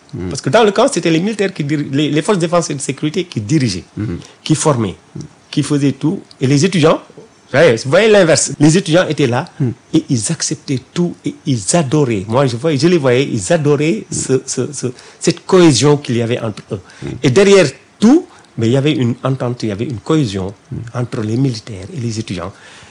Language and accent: French; Germany; first language German; French is a second language; Je suis allemand c'est ma première langue aussi.